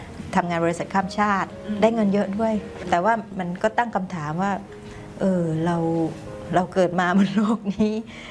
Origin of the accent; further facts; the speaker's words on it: Thailand; เป็นคนต่างจังหวัดเนาะโตในบ้านนอกค่ะ